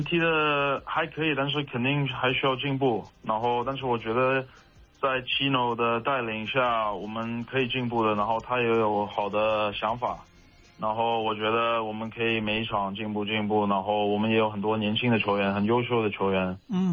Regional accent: Hong Kong; born there; also born or lived in Taiwan / United States / Germany; 我是在香港出生的，然后香港。第几年在那边踢足球的，然后也在台湾美国跟德国待过踢过球，然后最后回来香港帮杰士踢球，然后去中超的。

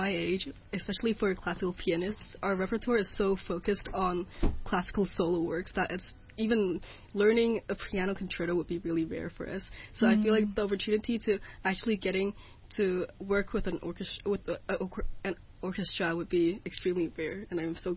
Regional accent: Hong Kong; growing up in Hong Kong

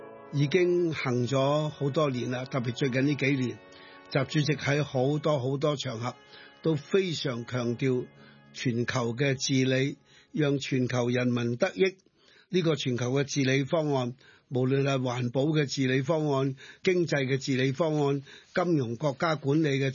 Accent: China; 我们的国家在我们中国人的眼中，因为子不会嫌母丑，我们中国人当然觉得自己的国家靓，所以我们很热爱自己的祖国

